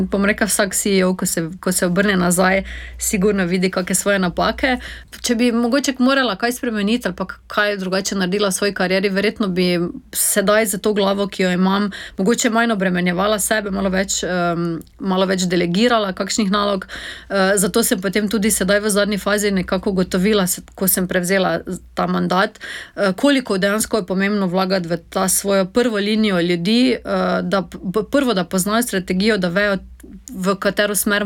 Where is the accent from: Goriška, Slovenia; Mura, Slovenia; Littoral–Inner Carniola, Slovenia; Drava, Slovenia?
Drava, Slovenia; Maribor; Jaz sem sama Mariborčanka, živim v centru mesta